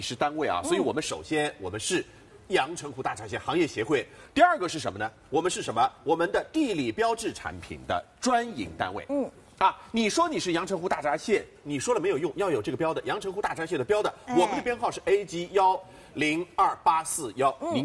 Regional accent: Shanghai, China; 我们上海人

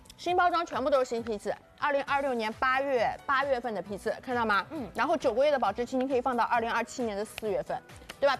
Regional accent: Shanghai, China; 像那个我们上海人很喜欢吃的那个什么，焖蹄面

